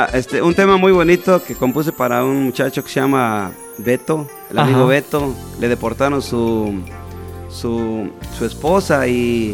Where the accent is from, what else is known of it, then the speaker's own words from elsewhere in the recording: Michoacán, Mexico; Yo quiero hacer un dueto con grupos de aquí de mi Michoacán